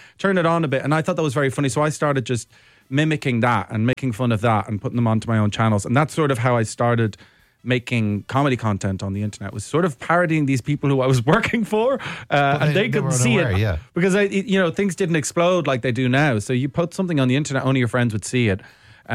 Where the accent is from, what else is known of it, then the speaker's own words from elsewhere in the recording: England, United Kingdom; born there; which is where I was born. I was born in England, so I'm kind of homecoming.